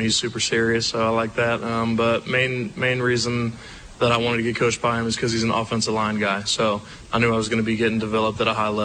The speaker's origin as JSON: {"language": "English", "region": "Texas", "country": "United States", "moved": "as an adult", "said": "I'm from Texas originally, so I just kind of want to get a little closer to home"}